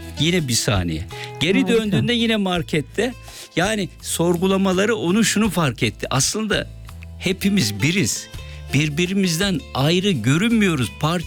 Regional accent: Aegean Region, Turkey; İşte Ege'ye götürdüm çünkü ben de Ege'liyim.

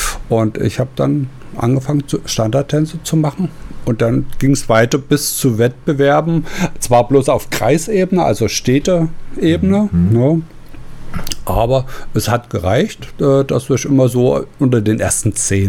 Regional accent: Zwickau, Saxony, Germany; wir hatten eine Tanzschule bei uns in Zwickau und da gab es ein großes Kulturhaus. So, und da war ja zu DDR-Zeiten üblich

